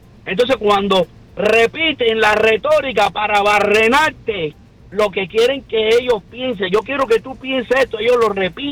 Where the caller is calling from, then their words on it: Cuba; Yo lo que soy es el majá cubano otra vez.